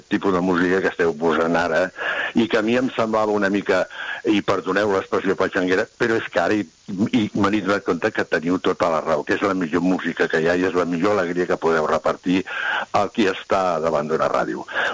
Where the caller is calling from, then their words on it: Barcelona, Catalonia, Spain; de Barcelona, que vaig fer la mili aquí a Palma als anys 70